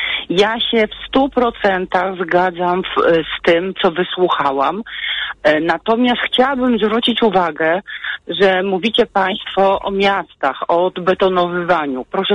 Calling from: Masovian Voivodeship, Poland; Ja mieszkam pod Warszawą i to, co się dzieje, to po prostu mnie przeraża. Ja mieszkam w otulinie Parku Krajobrazowego

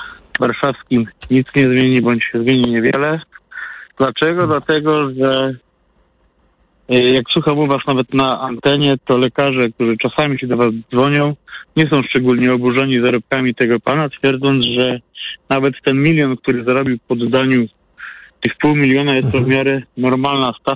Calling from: Poznań, Greater Poland Voivodeship, Poland; U nas w Poznaniu są teraz aresztowania za korupcję.

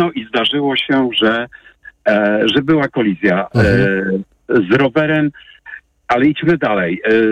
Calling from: Poznań, Greater Poland Voivodeship, Poland; jestem z Poznania

